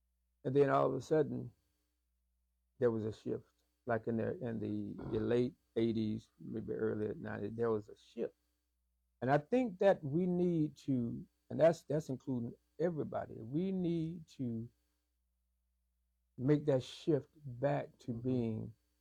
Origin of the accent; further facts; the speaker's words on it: Albany, Georgia, United States; also born or lived in Macon; I am a native. I'm born and bred here. I moved from Albany, and I was gone for like 3 or 4 years. I went to Macon, and I came back with a vision.